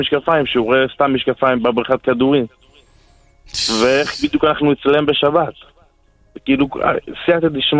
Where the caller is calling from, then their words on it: Jerusalem, Jerusalem District, Israel; אנחנו ירושלמים